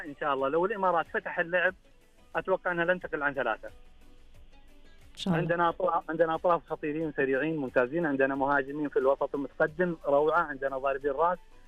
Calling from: Saudi Arabia; الحمد لله احنا في المملكه العربيه السعوديه العظمى

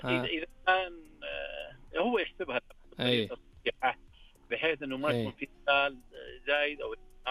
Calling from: Taif, Makkah Province, Saudi Arabia; كنت من الطايف.

